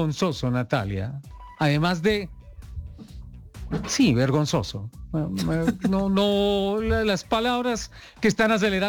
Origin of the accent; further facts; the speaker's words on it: Colombia; que somos los colombianos